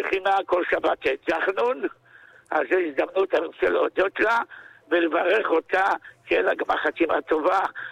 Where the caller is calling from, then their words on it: Tel Aviv, Tel Aviv District, Israel; אני מתל אביב, מכפר שלם.